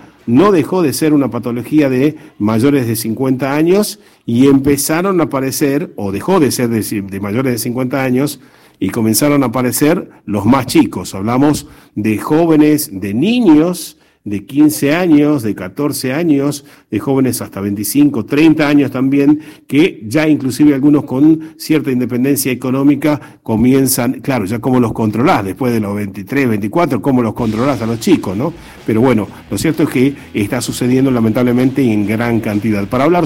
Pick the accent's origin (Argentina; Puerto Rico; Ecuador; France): Argentina; como la Argentina, como lo sabemos, estamos enloquecidos con todo lo que tiene que ver con la selección argentina